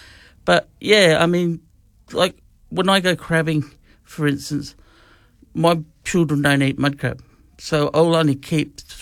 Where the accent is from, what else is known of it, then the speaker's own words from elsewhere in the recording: Darwin, Northern Territory, Australia; I'm born and bred in Darwin, so I've got 60 years of living here.